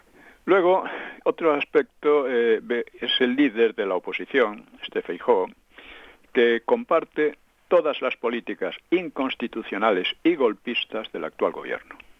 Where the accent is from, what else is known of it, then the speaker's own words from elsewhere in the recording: Galicia, Spain; first language Galician; Spanish is a second language; Yo soy gallego, desde luego